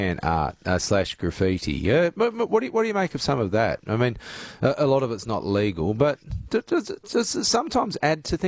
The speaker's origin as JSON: {"language": "English", "town": "Albany", "region": "Western Australia", "country": "Australia", "tie": "born or raised there", "said": "Well, my hometown of Albany."}